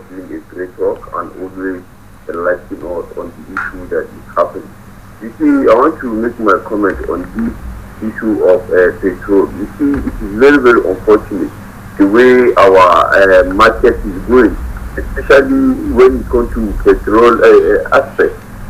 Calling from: Nigeria; I'm calling from Tijan.

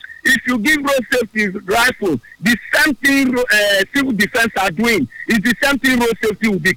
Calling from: Port Harcourt, Rivers, Nigeria; I'm calling from River State, Port Harcourt, precisely.

